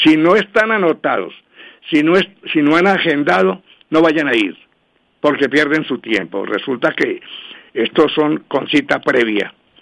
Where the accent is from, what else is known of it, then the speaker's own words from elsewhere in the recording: Colombia; Como yo les dije a ustedes que íbamos a dar el botico temprano, por como buen colombiano